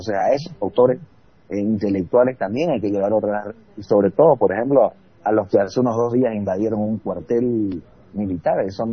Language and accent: Spanish; Santa Cruz, Bolivia; nosotros como clase media, como cruceños, como departamento